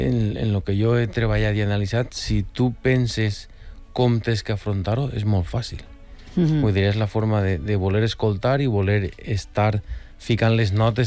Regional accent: Fortaleny, Valencian Community, Spain; now in Santiago de Compostela, Spain; Jo soc de Fortaleny.

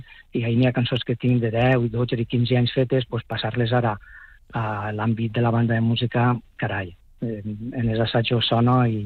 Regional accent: Aielo, Valencian Community, Spain; now in Agullent, Spain; m'ho proposen des de l'Ajuntament de Aielo, jo sóc d'Aielo

